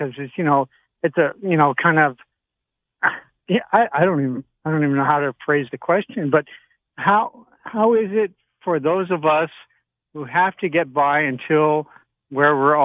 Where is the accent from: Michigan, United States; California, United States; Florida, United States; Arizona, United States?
Arizona, United States; Sedona; And, well, I grew up in Sedona, Arizona.